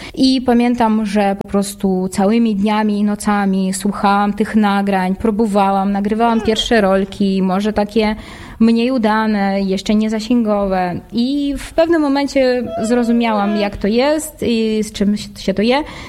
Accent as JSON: {"language": "Polish", "country": "Russia", "also_born_or_lived": "Moscow", "second_language": "Polish", "moved": "as an adult", "lives_now": "Katowice, Poland", "said": "jestem Rosjanką i 9 lat temu przeprowadziłam się do Polski."}